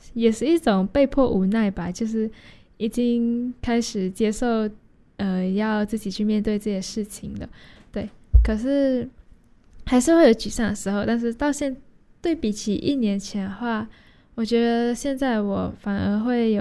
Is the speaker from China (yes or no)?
no; Malaysia; now in Taiwan; 我说："对啊，我来自马来西亚。"